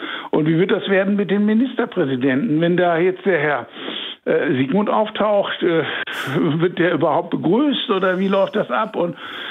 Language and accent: German; West Germany, Germany; ich bin Bundesbürger, ich bin am Westen aufgewachsen, aber ich habe weitläufig Verwandte in der DDR gehabt und ich war sehr oft auch in der DDR.